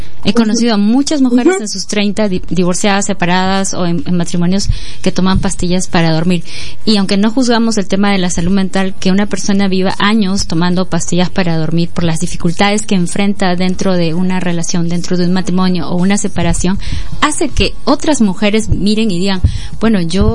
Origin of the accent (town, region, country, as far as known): Peru